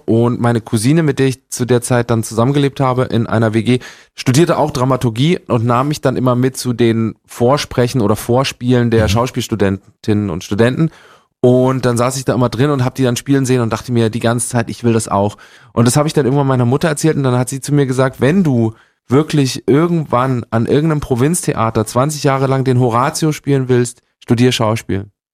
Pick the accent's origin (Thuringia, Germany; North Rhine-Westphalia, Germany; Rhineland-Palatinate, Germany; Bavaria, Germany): Thuringia, Germany; Gera